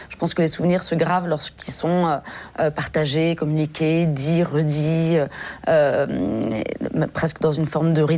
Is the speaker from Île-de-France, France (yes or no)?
yes; Paris, Île-de-France, France; Non, j'ai grandi à Paris.